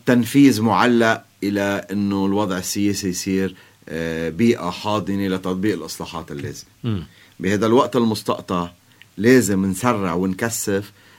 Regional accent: Lebanon; أنا شخصيا كمواطن لبناني وكسياسي لبناني

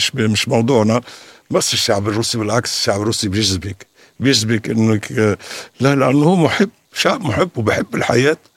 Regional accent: Lebanon; moved away; وتعرف أني أنا لبناني،

